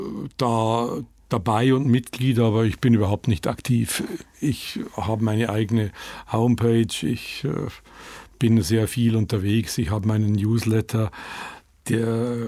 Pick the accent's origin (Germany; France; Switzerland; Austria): Germany; Bavaria; Es ist ein Land, das ich fast so gern mag wie die Oberpfalz, meine Heimat.